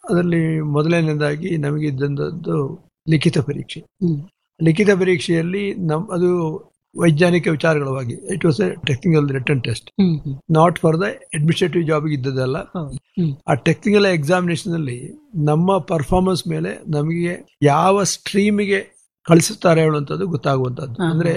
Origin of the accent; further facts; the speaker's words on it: Karnataka, India; ಆ ಸಂದರ್ಭಗಳಲ್ಲಿ ನಮ್ಮ ಜಿಲ್ಲೆಯಿಂದ ಅಥವಾ ನಮ್ಮ ಕರ್ನಾಟಕ ದಕ್ಷಿಣ ಜಿಲ್ಲೆಯಿಂದ ನನ್ನಿಂದ ಒಂದು 2-4 ವರ್ಷ ಹೆಚ್ಚಿನ ವಯಸ್ಸಿನವರು ಸುಮಾರು ಜನ ಭಾರತೀಯ ವಾಯುಸೇನೆಗೆ